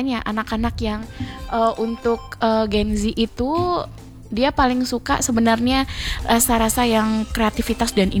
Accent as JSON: {"language": "Indonesian", "town": "Padang", "region": "West Sumatra", "country": "Indonesia", "tie": "born or raised there", "said": "Iya, saya asli Padang. Asli orang Minang."}